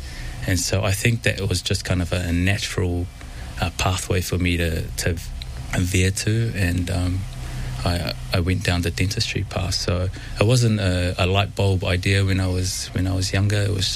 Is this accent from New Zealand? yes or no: yes; Auckland, New Zealand; Oh yeah, I was born and raised here in Auckland, a small suburb of Onehunga. My parents are both of Tongan descent.